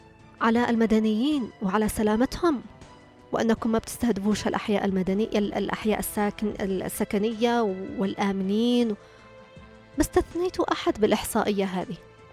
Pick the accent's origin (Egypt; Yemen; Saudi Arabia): Yemen; ما نقدر نقول نحن نخرج من اليمن ونبصر لنا أرض ثانية